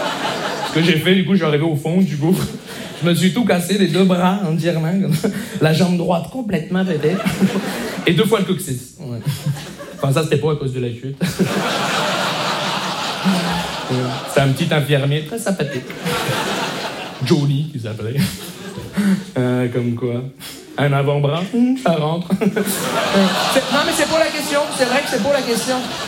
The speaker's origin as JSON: {"language": "French", "town": "Montreal", "region": "Quebec", "country": "Canada", "said": "je viens de Montréal."}